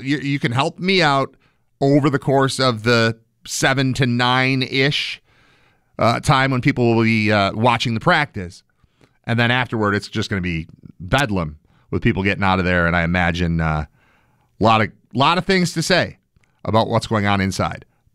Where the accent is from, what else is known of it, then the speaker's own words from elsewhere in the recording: West Seneca, New York, United States; I grew up in West Seneca, 15-minute drive from there to the stadium probably, from my house, from my parents' house.